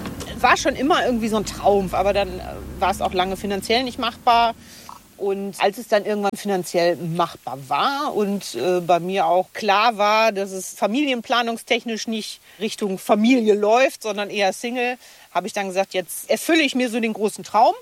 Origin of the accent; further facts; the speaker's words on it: North Rhine-Westphalia, Germany; ich komme aus dem Rande des Ruhrgebiets und habe dann auch viele Freunde, die im Ruhrgebiet hier Essen und so weiter wohnen.